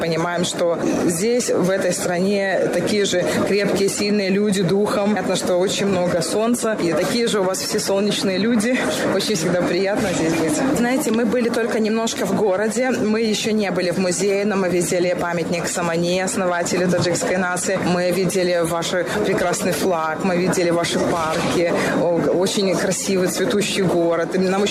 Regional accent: Belarus; я из Белоруссии.

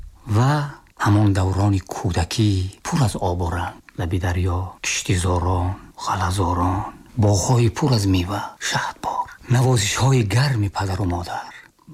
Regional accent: Districts of Republican Subordination, Tajikistan; даврони кӯдакӣ дар деҳаи Дурмончашмаи Косатарош ва Лучоб лаби дарё гузаштааст.

